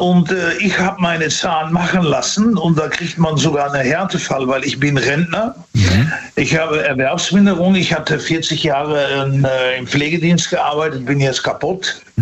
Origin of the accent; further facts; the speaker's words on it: Netherlands; German is a second language; now in Dortmund, Germany; Hallo, aus Dortmund muss man ja immer sagen, ne? Also ich bin Holländer.